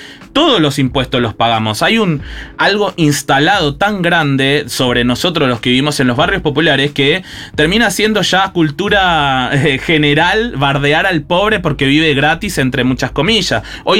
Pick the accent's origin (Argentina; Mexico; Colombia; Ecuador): Argentina; Buenos Aires; also born or lived in Paraguay; Yo hace 20 años que estoy viviendo en la Ciudad de Buenos Aires y antes 8 años viví en Paraguay. O sea, soy porteño.